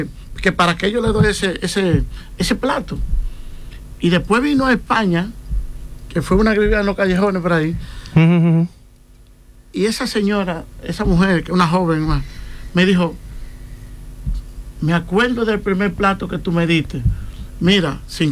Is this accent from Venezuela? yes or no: no; Dominican Republic; now in Alcalá de Henares, Spain; Yo soy el único dominicano que se desprende con un grupo de amigos, que gracias a ellos pues siempre lo hago, que celebra el Día de la Madre Dominicana